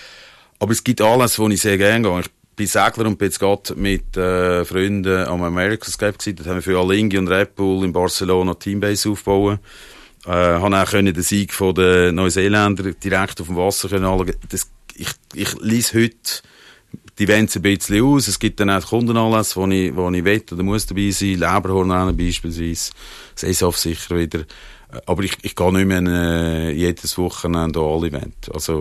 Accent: Central Switzerland, Switzerland; Ja, ich komme natürlich eigentlich aus der Innerschweiz das passt mir wirklich besser als Formel 1.

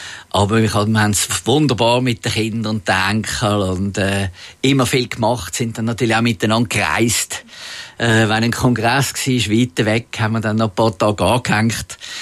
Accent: Zurich, Switzerland; Aber natürlich bin ich aufgewachsen in Zürich und der Zoo war näher und ich war sehr viel im Zoo.

